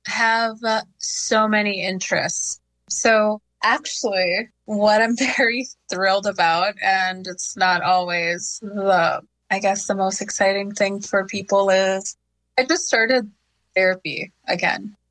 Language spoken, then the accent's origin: English; South Dakota, United States; now in Shakopee, United States; I am full woman, and I am from Sisseton Wahpeton Oyate, and I am joining here in Shakopee, Minnesota.